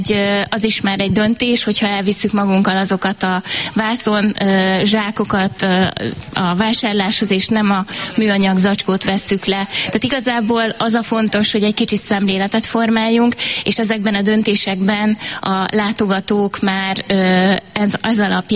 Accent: Northern Hungary, Hungary; Az észak-magyarországi falu, ennek voltam a felelőse, amikor elkészült, innen származom, és ehhez köt a legtöbb érzelmi kötelék.

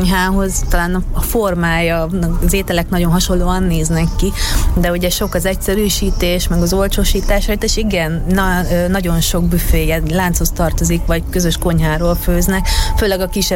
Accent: Szeged, Csongrád-Csanád, Hungary; moved away as an adult; also born or lived in Japan / China / Singapore / India; ugye én szegedi vagyok

